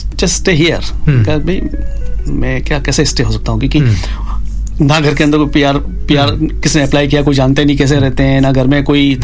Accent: Rajasthan, India; देखो मैं तो राजस्थान से हूँ मारवाड़ी खून है

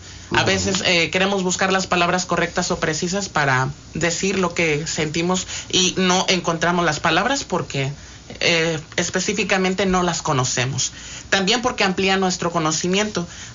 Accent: Mexico; born there; first language Spanish; la lengua materna, que en este caso es la del español, los de los que nacimos en México.

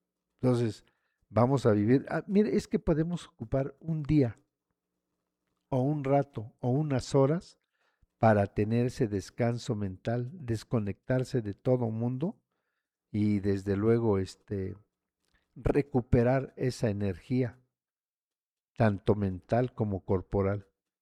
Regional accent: San Juan Yucuita, Oaxaca, Mexico; que me están escuchando en San Juan Yucuita. Muchísimas gracias, San Juan Yucuita. No considero, es mi tierra. Es mi tierra, es la tierra de mi mamá, es la tierra de mi papá, es el lugar donde ellos nacieron.

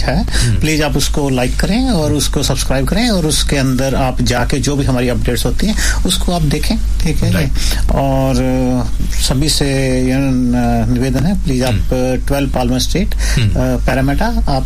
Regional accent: Haryana, India; now in Australia; हम हरियाणा से बिलोंग करते हैं

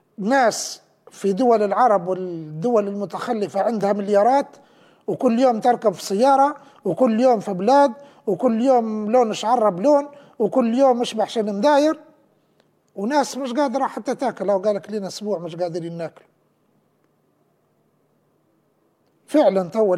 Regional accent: Libya; احني بدل كلنا كليبيين كلنا واني منكم

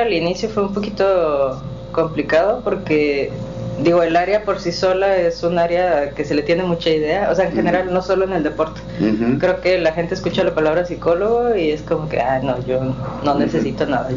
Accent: Guadalajara, Jalisco, Mexico; Soy de Guadalajara

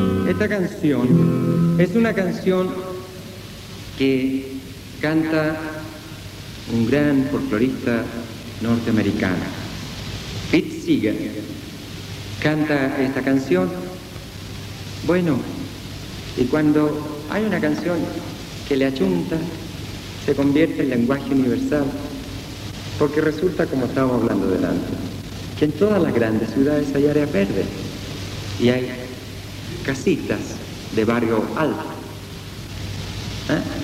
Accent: Chile; En mi país mataron a un hombre al cual yo creo que los chilenos le debemos en gran parte el triunfo del 4 de septiembre, al general René Schneider.

